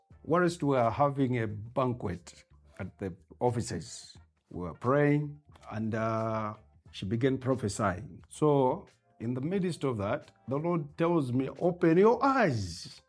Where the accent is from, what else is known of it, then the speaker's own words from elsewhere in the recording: Petauke, Eastern Province, Zambia; also born or lived in Chipata / Copperbelt; now in Lusaka, Zambia; I grew up in Petauke, went to Chipata, came to the Copper Belt, and now I'm in Lusaka